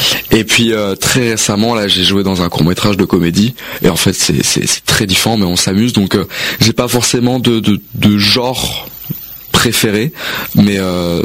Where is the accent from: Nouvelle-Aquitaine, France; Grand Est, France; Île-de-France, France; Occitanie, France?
Île-de-France, France; Taverny; Oui, depuis que j'ai 3 ans, que des souvenirs à Taverny, toute mon enfance était à Taverny